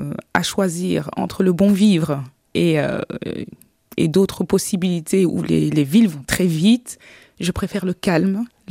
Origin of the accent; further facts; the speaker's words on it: Liège, Wallonia, Belgium; Pendant tout ce temps. Donc mais je suis une vraie liégeoise.